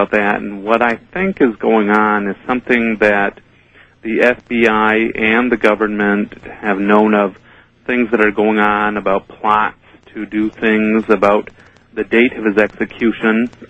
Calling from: San Diego, California, United States; Yes, I'm calling from San Diego

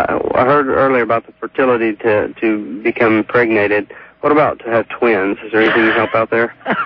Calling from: Nashville, Tennessee, United States; I'm calling from Nashville, Tennessee.

